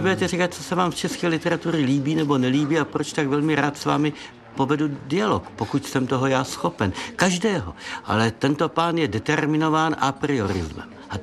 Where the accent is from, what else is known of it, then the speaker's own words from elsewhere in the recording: Prague, Czechia; viděli, že jsem z Prahy